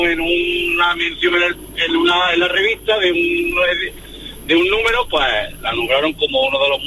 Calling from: Loja, Andalusia, Spain; está en Loja, Granada. Voy dirección Montefrío.

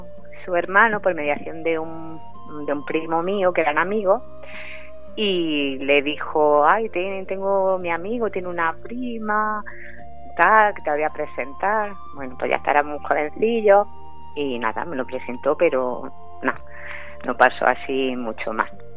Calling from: Murcia, Region of Murcia, Spain; de Murcia.

